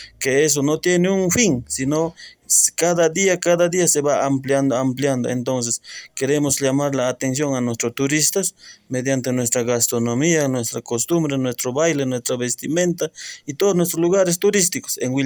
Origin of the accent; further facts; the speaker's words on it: Huaraz, Ancash, Peru; Que somos personas del Alto Andino, que es nuestro Huaraz, es nuestro callejón de Huaylas